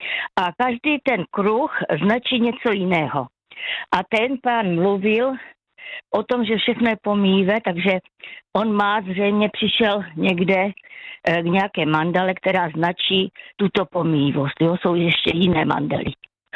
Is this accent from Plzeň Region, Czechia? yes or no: no; Olomouc, Olomouc Region, Czechia; Ano, já jsem z Olomouce Radíkov